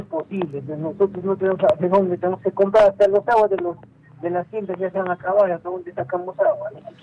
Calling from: Arequipa, Peru; Llamo de Con Carpata, de Jorge Chávez.

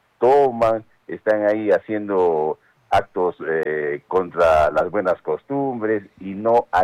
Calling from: Arequipa, Peru; como arequipeño a mí, me da vergüenza esta gente que no tiene sentimientos y no ama a Arequipa

